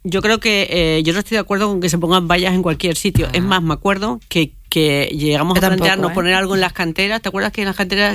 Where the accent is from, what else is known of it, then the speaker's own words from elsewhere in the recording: Spain; yo no solamente no tengo ninguna alergia a decir que soy española